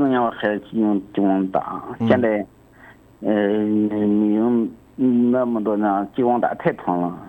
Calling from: Pingdu, Shandong, China; 我是青岛平度市乡下的农村的

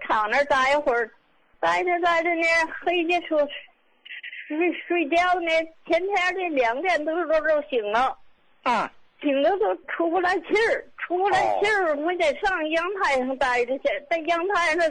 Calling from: Qinhuangdao, Hebei, China; 我是秦皇岛的

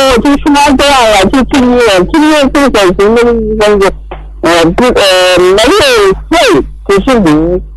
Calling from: Kunming, Yunnan, China; 我是云南的，云南昆明的，

